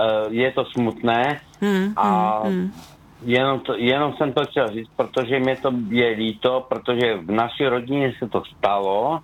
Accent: Skotnice, Moravian-Silesian Region, Czechia; Že jsem ze Skotnice

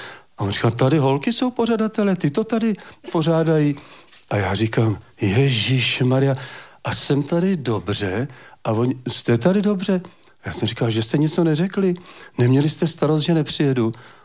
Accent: Plzeň, Plzeň Region, Czechia; já jsem z Plzně a tam dlím, tam svůj život jako utrácím

